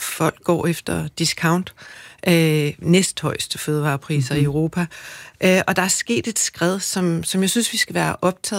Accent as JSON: {"language": "Danish", "region": "Zealand", "country": "Denmark", "tie": "born or raised there", "said": "Jeg er vokset op på Sydsjælland, på landet"}